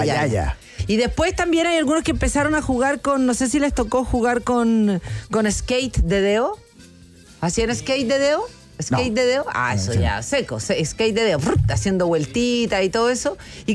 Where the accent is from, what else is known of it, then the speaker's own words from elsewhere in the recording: Chile; Nosotros somos chilenos